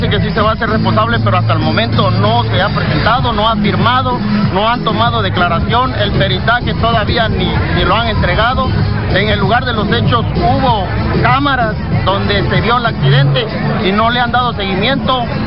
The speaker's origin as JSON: {"language": "Spanish", "town": "Bacalar", "region": "Quintana Roo", "country": "Mexico", "said": "Vengo de Bacalar, municipio de Bacalar."}